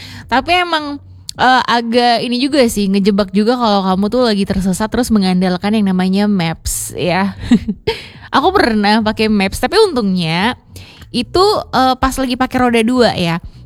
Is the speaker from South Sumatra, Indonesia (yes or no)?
yes; Palembang, South Sumatra, Indonesia; walaupun kita tuh kayak lahir besar di Palembang